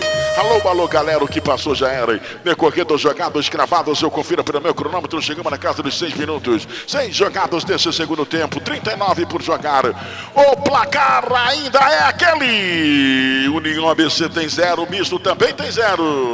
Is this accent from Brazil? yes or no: no; Austria; Eu sou austríaco, né? Vou estar torcendo pro time da Inglaterra pra ganhar o jogo.